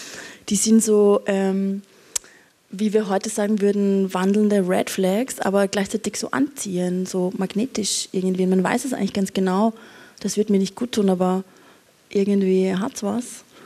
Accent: Austria; sie ist norddeutsch, ich bin aus Österreich.

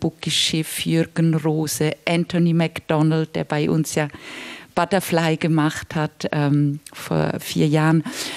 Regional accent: Switzerland; ich bin dann in der Schweiz geboren, aber trotzdem in so einem Schmelztiegel aufgewachsen zwischen einer Kultur aus Prag mit wahnsinnig viel Theater und Kultur

